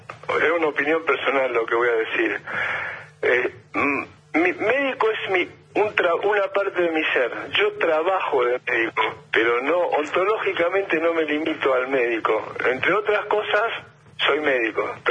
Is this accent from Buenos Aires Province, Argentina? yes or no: no; Rosario, Santa Fe, Argentina; Sí, en Rosario empecé a jugar en el club Gimnasia de Grima de Rosario.